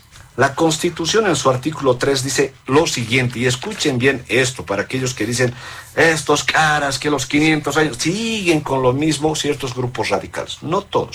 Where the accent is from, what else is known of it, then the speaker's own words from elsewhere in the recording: Bolivia; nos identificamos como bolivianos.